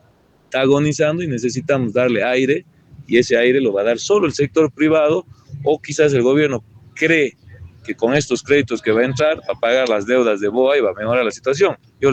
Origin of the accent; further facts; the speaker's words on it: Bolivia; nosotros como bolivianos